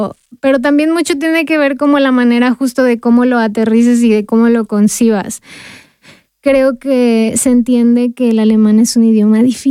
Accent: Mexico; moved away as an adult; now in Austria; mi relación como mexicana-austriaco

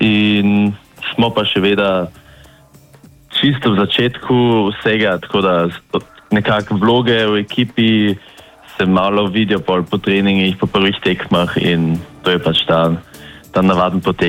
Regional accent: Klagenfurt, Carinthia, Austria; moved away as an adult; now in Graz, Austria; Ker smo v bistvu iz Železne Kaplje oziroma Celovca, je zdaj seveda bliže domovini, da sem v Gradcu, imam pa tle tudi stanovanje od kluba, tako da živim v Gradcu od zdaj naprej

